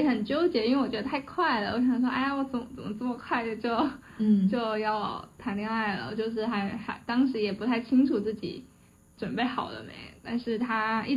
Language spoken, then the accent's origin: Chinese; Taiwan